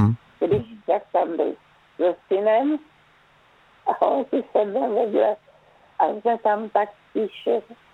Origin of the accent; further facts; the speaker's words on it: Liptovský Mikuláš, Žilina Region, Slovakia; now in Plzeň, Czechia; Vyrůstala jsem v Litovské Mikuláši. Nádherné místo. Město úplně otočené s takovým vědečkem hor.